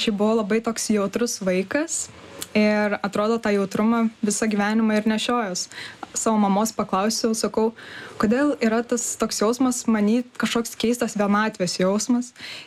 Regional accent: Kaunas, Kaunas County, Lithuania; now in Vilnius, Lithuania

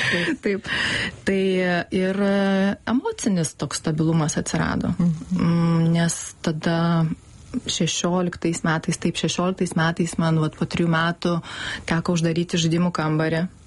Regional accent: Panevėžys, Panevėžys County, Lithuania; Taip, aš iš Panevėžio.

